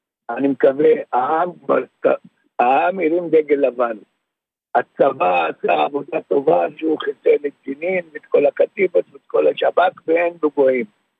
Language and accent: Hebrew; West Bank, Palestine; now in Triangle, Israel; אני גר במשולש, אבל אני גדלתי בשטחים, וחייתי בשטחים בכפר פונוק